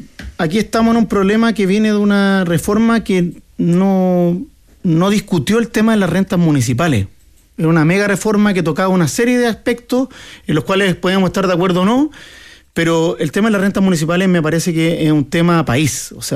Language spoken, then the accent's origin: Spanish; Chile; siendo los mismos chilenos que reciben, o sea, chilenos que suponemos que tienen los mismos derechos que otros